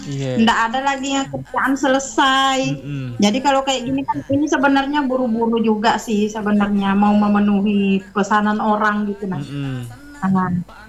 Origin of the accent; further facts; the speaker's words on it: Sidrap, South Sulawesi, Indonesia; moved away as an adult; now in Samarinda, Indonesia; aku aja merantau ke sini nih, tidak banyak aku tahu daerahku, tahunya cuma daerah Sidrap itu aja.